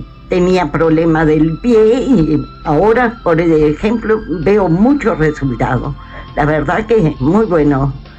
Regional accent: Fray Bentos, Río Negro, Uruguay; Sí, somos de acá de Fray Bento.

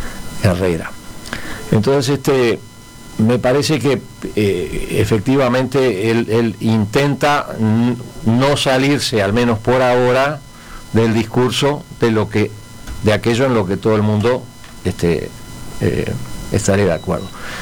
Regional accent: Uruguay; al estilo uruguayo, dentro del que me incluyo

